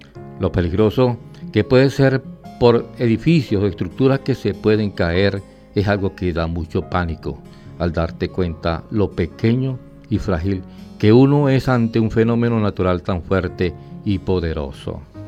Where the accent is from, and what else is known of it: Venezuela